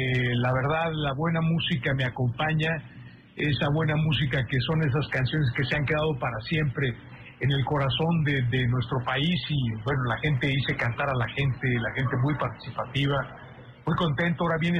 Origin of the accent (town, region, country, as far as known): Mexico